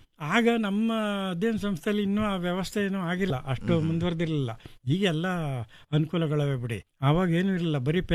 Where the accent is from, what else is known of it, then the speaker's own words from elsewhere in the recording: Kyathanahalli, Karnataka, India; moved away; ನಾನು ಒಂದಿನ ಜಿ ಶಂಪ ಅವ್ರನ್ನ ನಮ್ಮ ಊರಿಗೆ ಕರ್ಕೊಂಡೋದೆ, ಕ್ಯಾತ್ನಳ್ಳಿಗೆ.